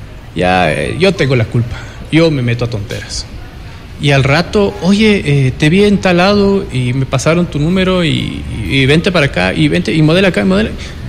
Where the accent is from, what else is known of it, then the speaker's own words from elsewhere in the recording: Ecuador; Cuando en realidad, oye, entre ecuatorianos no deberíamos ponernos el p